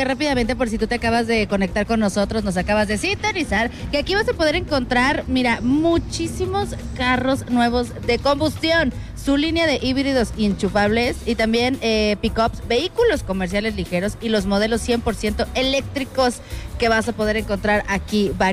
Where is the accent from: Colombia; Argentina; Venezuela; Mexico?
Mexico; yo por lo menos como mexicana, evidentemente tengo mis dudas por la marca, porque también pues no es mexicana